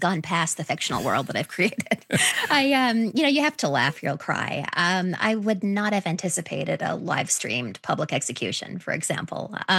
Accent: British Columbia, Canada; moved away as an adult; now in United States; I'm from the West Coast. I grew up in British Columbia. My dad was from Southern California. My mother was born in Canada, but, dad from the States.

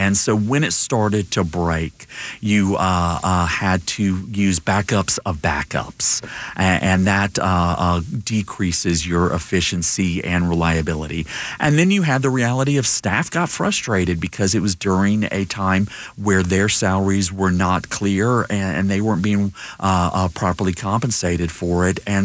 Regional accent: Alabama, United States; You know, growing up in Alabama, we used to say to get anywhere you had to go through Atlanta.

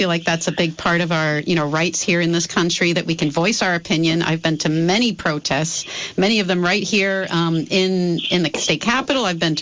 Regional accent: Montpelier, Vermont, United States; walking the streets in Montpelier even, which was my hometown for many years.

